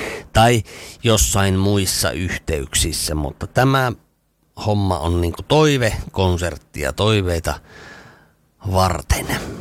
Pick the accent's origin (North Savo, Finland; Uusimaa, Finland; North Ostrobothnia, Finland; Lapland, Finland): North Ostrobothnia, Finland; Kempele; Minähän olen itse Kempeleestä kotoisin ja Kempeleessä asun